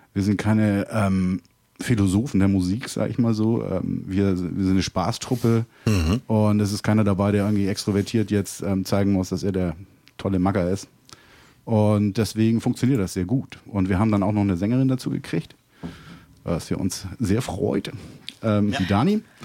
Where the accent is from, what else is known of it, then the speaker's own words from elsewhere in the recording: Germany; moved away; ich komme eigentlich ursprünglich vom Bodensee.